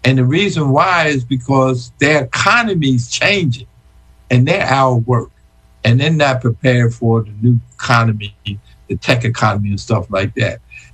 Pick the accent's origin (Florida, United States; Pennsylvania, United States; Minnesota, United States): Pennsylvania, United States; Philadelphia; I'm from Philadelphia